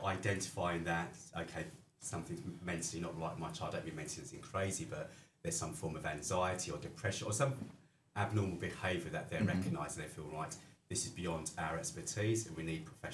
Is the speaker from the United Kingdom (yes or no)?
yes; London, United Kingdom; moved away as an adult; also born or lived in New Cross; now in Mallorca, Spain; I was born in Greenwich.